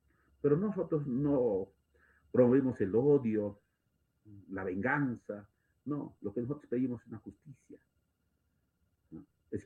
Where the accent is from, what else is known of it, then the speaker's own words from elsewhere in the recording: Peru; born there; first language qu; Spanish is a second language; yo soy el quechohablante, pero nací en Merima, yo soy el quechohablante, ¿no? Hablo mejor quechua que castellano, estimado periodista.